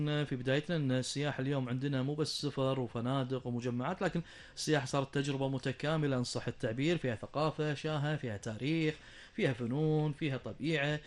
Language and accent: Arabic; Kuwait; لبلدنا الحبيبة الكويت